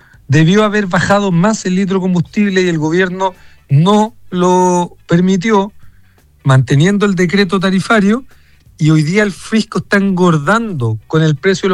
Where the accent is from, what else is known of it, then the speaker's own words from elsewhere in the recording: Valparaíso, Chile; quienes somos de Valparaíso y nos atendemos en la salud pública. Porque yo también me atiendo en mi CESFAM acá en el Cerro.